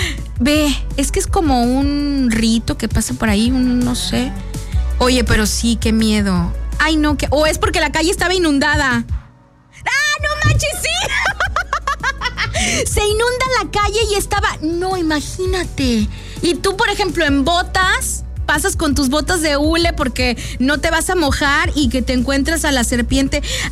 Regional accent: Coatzacoalcos, Veracruz, Mexico; moved away; Antes, cuando estaba chiquita, yo vivía en Coatzacoalcos. Yo soy de Coatzacoalcos. Entonces, vivíamos en una colonia que estaba enfrente de la playa. Así tal cual. Tu casa, mi casa, estaba así, pasando la callecita y ya estaba la playa.

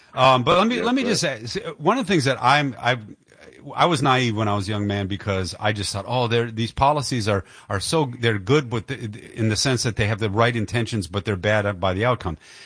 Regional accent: Detroit, Michigan, United States; I grew up in Detroit, sir.

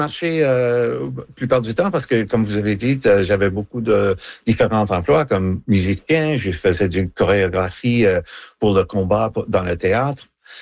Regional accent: Quebec, Canada; first language English; French is a second language; J'écris en anglais, certainement, parce que c'est ma langue maternelle, même si je suis québécois dans mon esprit.

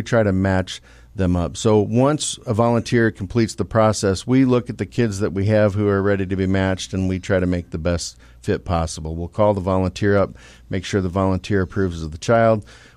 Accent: Germantown, Illinois, United States; I was born and raised in Germantown, Illinois. I went to Breeze Modern Day High School.

